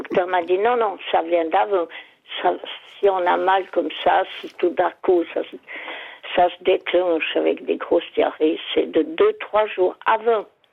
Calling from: Vaud, Switzerland

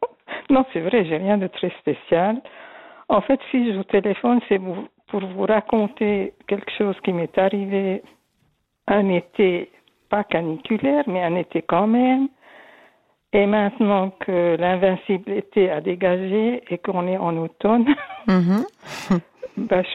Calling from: Switzerland; je vous appelle de la Broye.

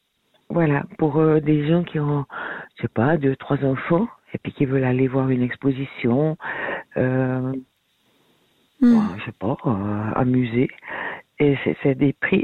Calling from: Vaud, Switzerland; Oh, j'habite dans le canton de Vaud

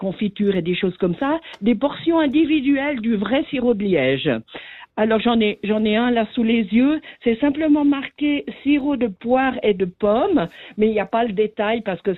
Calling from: Switzerland; donc moi je suis suissesse

